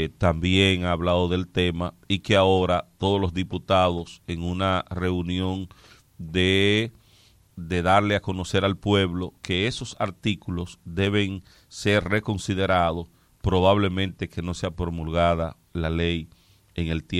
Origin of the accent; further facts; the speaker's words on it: Dominican Republic; como los dominicanos queremos